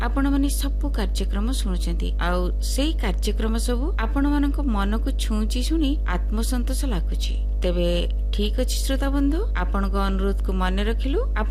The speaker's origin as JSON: {"language": "Odia", "region": "Odisha", "country": "India", "said": "ଆମେ ଓଡ଼ିଆ, ଆମ ଭାଷା ଓଡ଼ିଆ, ଆମ ଭାଷାର ଉନ୍ନତି ପାଇଁ ଆପଣମାନେ ଗୋଟିଏ ଗୋଟିଏ ସୂତ୍ରଧର ହୋଇ ଆଗେଇ ଚାଲନ୍ତୁ।"}